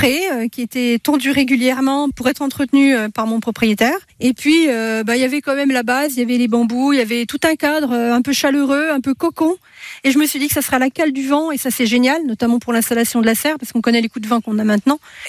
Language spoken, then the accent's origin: French; Arconcey, Bourgogne-Franche-Comté, France; J'ai grandi dans l'Aussois, à Arconcé, petit village de l'Aussois, un village d'élevage, donc des prés, des pâtures et puis des bords de champs avec plein de fleurs différentes, une belle richesse botanique.